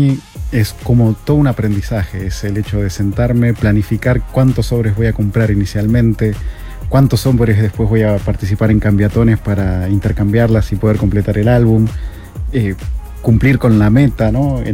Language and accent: Spanish; Argentina; now in Chile; yo siendo argentino